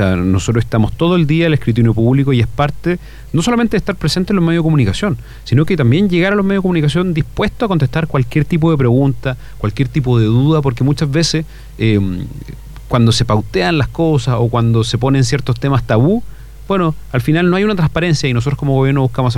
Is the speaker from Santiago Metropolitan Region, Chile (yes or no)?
no; Ñuble, Chile; aquello que nos pone orgulloso como ñublensino y como chileno